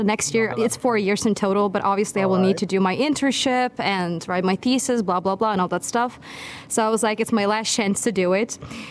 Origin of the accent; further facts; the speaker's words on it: Lithuania; I come from Lithuania.